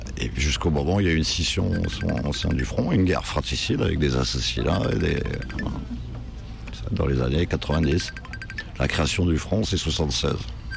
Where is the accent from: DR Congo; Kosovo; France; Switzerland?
France; Paris, Île-de-France; born there; now in Corsica, France; Je suis né à Paris, de famille espagnole basque, réfugié depuis 36 en France. Voilà. Et donc je suis arrivé en Corse après mon service militaire.